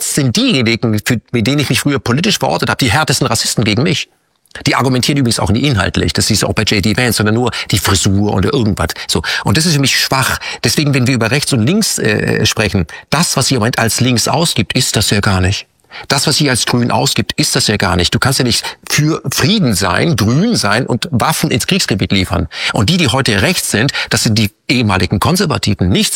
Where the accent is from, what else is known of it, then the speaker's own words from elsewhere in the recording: Krefeld, North Rhine-Westphalia, Germany; born there; Du meinst nach Krefeld, wo ich geboren bin? Nee, wo dein Vater herkommt. Wieso nicht, wo meine Mutter herkommt? Die kommt aus Hamburg.